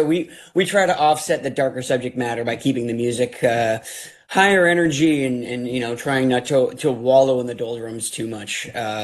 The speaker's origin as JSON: {"language": "English", "region": "Ontario", "country": "Canada", "moved": "as an adult", "lives_now": "Pennsylvania, United States", "said": "I'm originally from Canada, from outside of Toronto. And when I moved, or when I first came down to Pennsylvania"}